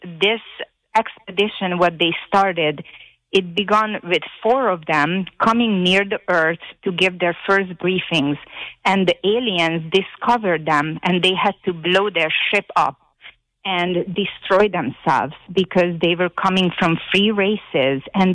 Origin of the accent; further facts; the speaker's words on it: Hungary; moved away as an adult; Okay, so this came to me because I was born and raised in Hungary. And when I came on a vacation here in 1999